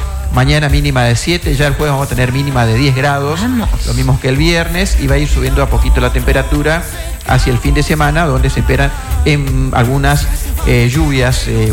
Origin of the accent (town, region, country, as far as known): Argentina